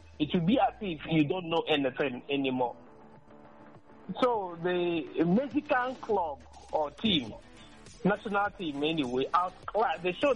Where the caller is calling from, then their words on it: Nigeria; from Abowore Road.